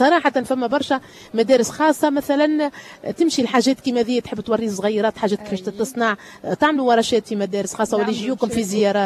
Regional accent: Tunisia; ما شكون منا كتونسي

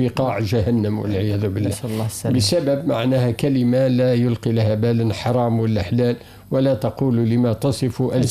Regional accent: Bizerte, Bizerte Governorate, Tunisia; عندنا في بنزرت

